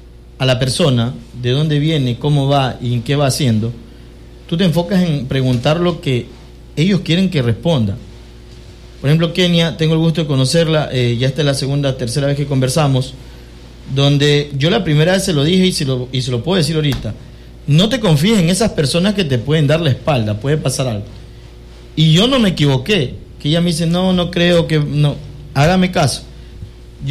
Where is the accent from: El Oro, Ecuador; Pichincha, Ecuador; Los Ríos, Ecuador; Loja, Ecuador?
Los Ríos, Ecuador; Quevedo; Somos de Quevedo, nosotros todos nos conocemos.